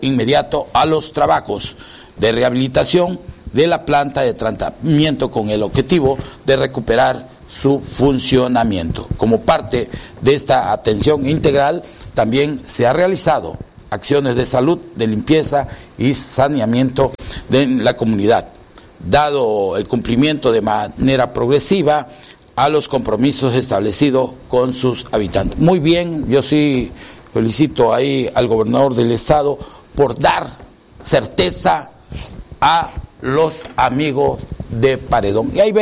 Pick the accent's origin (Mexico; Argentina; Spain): Mexico; Chiapas; amo mucho a mi tierra, que es Chiapas